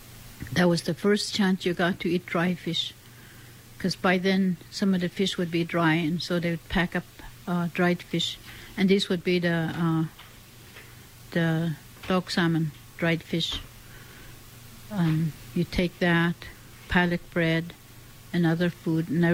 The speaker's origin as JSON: {"language": "English", "town": "Huslia", "region": "Alaska", "country": "United States", "tie": "born or raised there", "said": "And in growing up in Huslia, the cranberries is right there on the hill."}